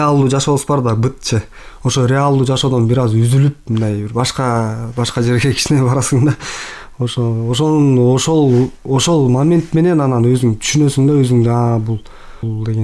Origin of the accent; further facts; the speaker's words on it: Bakamai, Issyk-Kul Region, Kyrgyzstan; өзүм ошо Ысык Көлдөн болом, ошо көлдө Бакамай айылында ошол жерде мектепте окуп